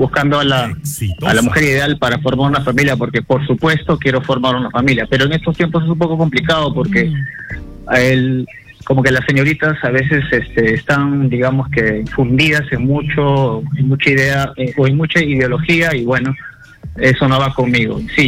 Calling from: Lima, Peru; de Los Olivos.

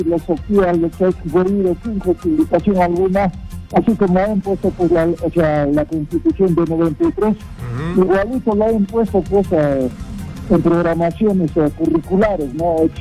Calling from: Peru; Somos, pues, peruanos

